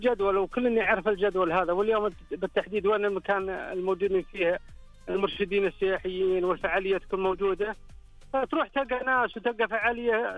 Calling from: Buraydah, Al-Qassim, Saudi Arabia; من القصيم مريدة

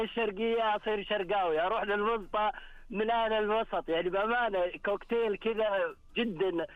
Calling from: Riyadh, Riyadh Province, Saudi Arabia; انا من المملكه العربيه السعوديه الرياض.

